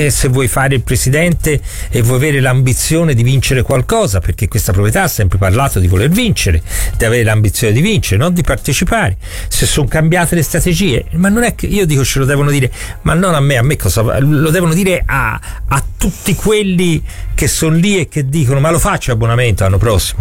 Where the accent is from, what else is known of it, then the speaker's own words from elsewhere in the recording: Florence, Tuscany, Italy; io sono fiorentino, per me Firenze è il centro del mondo. Io ho lavorato tanti anni a Roma, tanti anni a Milano, avevo la nazione tutti i giorni perché la mia vita era Firenze.